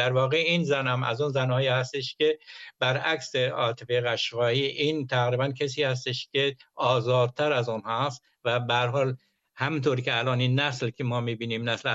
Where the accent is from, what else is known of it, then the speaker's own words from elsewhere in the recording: Iran; moved away; قلعه گالپاها در واقع موطن من است، جاییست که به دنیا اومدم. من تو حاشیه کویر به دنیا اومدم و دیمی بزرگ شدم.